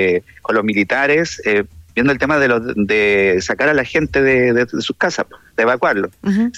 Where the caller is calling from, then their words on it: Coquimbo, Chile; Soy miembro de la Junta de Vecinos de Cruz de Caña